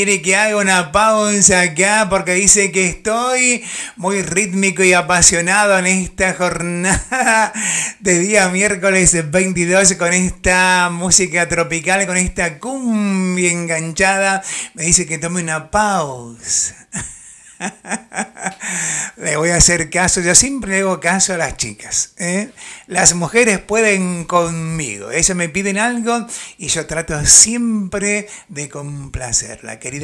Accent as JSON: {"language": "Spanish", "town": "Bella Vista", "region": "Tucumán", "country": "Argentina", "tie": "born or raised there", "said": "mi ciudad natal, Bella Vista."}